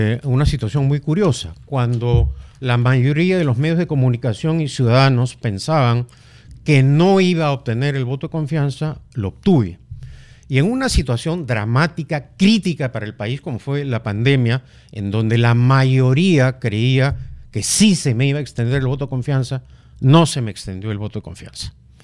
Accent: Peru

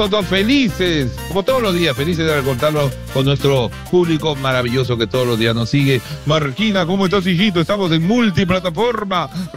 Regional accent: Lima, Peru; Soy del centro de Lima, yo he mataperreado en Conde de Superunda, en los Barrios Altos, en 5 esquinas.

